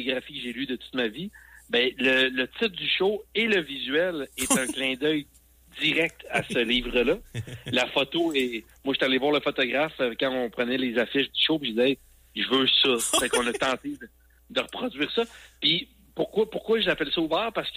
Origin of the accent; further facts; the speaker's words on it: Quebec City, Quebec, Canada; Je viens de Québec.